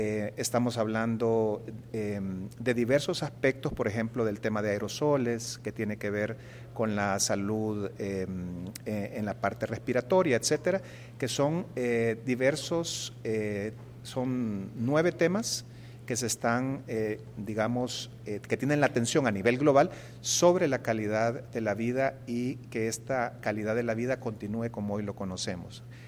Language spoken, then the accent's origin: Spanish; El Salvador; qué podemos hacer como salvadoreños